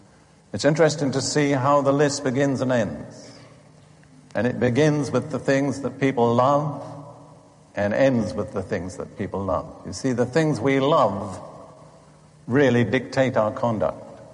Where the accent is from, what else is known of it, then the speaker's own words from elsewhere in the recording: United Kingdom; I grew up in Britain between the two world wars.